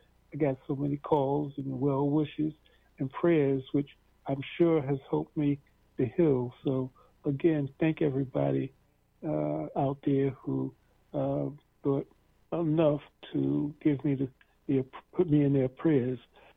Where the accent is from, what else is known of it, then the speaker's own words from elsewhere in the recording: New York, United States; I grew up on Compton Avenue on 133rd Street.